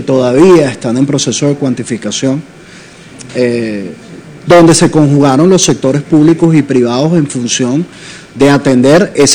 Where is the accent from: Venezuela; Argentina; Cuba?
Venezuela; Todos perdimos como nación venezolana